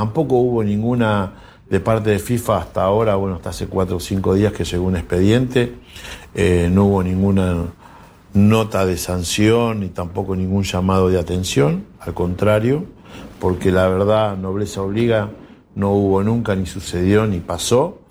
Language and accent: Spanish; Argentina; Porque somos argentinos. Y porque estamos orgullosos.